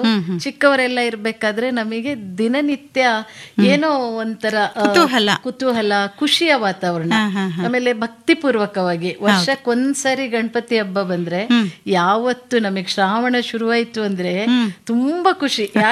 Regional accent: Thirthahalli, Karnataka, India; moved away; ನಮ್ಮ ಬಾಲ್ಯ ತಾವೇ ಹೇಳ್ದ ಹಾಗೆ ತೀರ್ಥಹಳ್ಳಿ. ತೀರ್ಥಹಳ್ಳಿ ಊರೇ ಒಂಥರ ಮಲೆನಾಡು

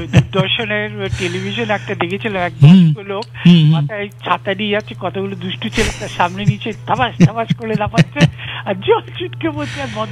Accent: Kolkata, West Bengal, India; তখন আমরা বেলেঘাটা থাকতাম

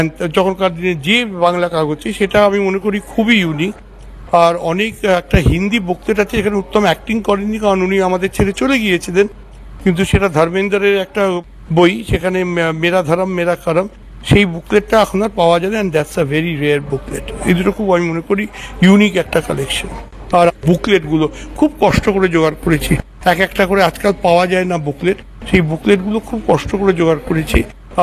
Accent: Kolkata, West Bengal, India; আমি আসলে 62 সালে জন্মেছি, ভবানীপুরের ছেলে, যোগবাজারের ছেলে

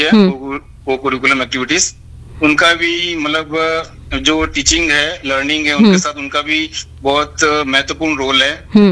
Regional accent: Jodhpur, Rajasthan, India; मैं राजस्थान से हूँ, जोधपुर का रहने वाला

